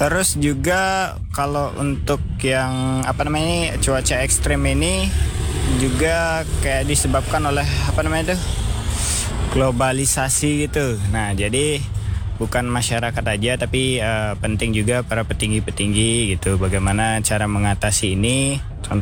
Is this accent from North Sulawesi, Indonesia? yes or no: no; Lembar, West Nusa Tenggara, Indonesia; Perkenalkan … Saya dari Lembar.